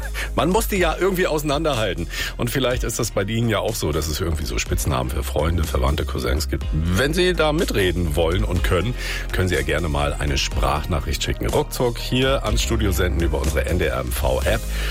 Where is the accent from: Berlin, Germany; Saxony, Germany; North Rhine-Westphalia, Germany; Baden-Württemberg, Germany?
Saxony, Germany; Grimma; Das sind zwei Experten aus meiner Heimatstadt Grimm.